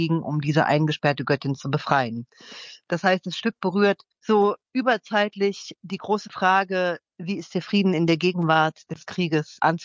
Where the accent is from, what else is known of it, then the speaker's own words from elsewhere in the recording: Germany; ich komme ebenfalls aus der DDR